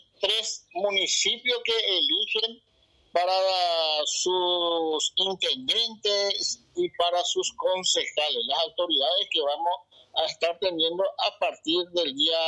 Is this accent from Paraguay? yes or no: yes; Paraguay